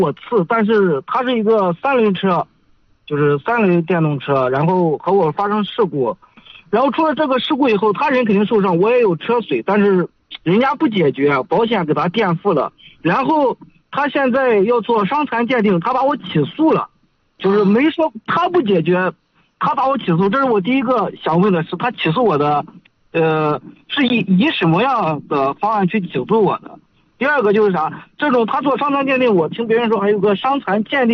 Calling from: Yuncheng, Shanxi, China; 就是运城盐湖区的。

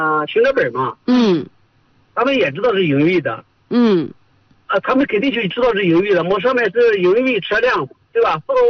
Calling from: Yuncheng, Shanxi, China; 我是盐湖市的。

